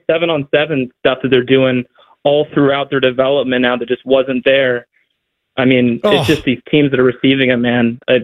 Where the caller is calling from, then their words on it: New York City, New York, United States; Shout out from Park Slope.